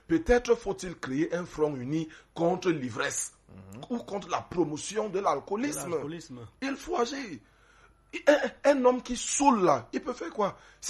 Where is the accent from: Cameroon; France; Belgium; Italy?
Cameroon; Souza, Littoral; Je suis né à Souza. J'ai grandi à Souza. Mes parents sont de Souza.